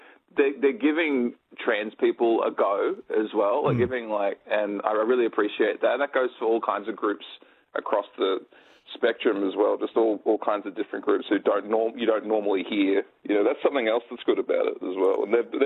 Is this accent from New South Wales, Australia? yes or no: yes; Sydney, New South Wales, Australia; born or raised there